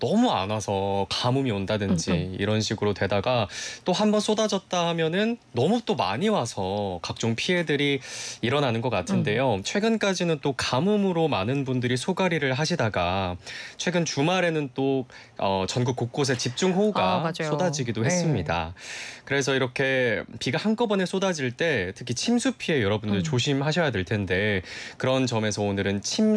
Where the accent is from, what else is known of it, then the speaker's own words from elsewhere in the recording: Busan, South Korea; moved away; 고향에 아시다시피 제가 부산인데